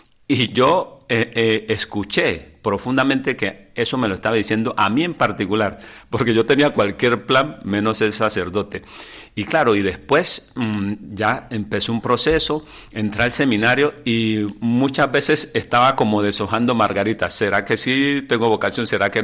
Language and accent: Spanish; Colombia; moved away as an adult; now in Canary Islands, Spain; yo pensaba ya quedarme allá en Colombia